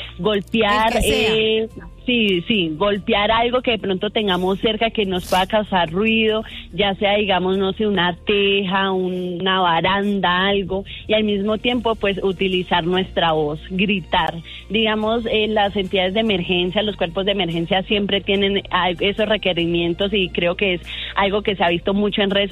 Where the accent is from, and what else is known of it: Colombia